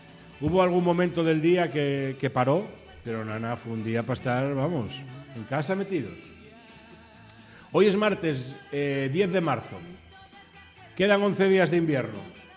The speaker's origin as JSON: {"language": "Spanish", "town": "Valladolid", "region": "Castile and León", "country": "Spain", "said": "Oye, que soy de Valladolid."}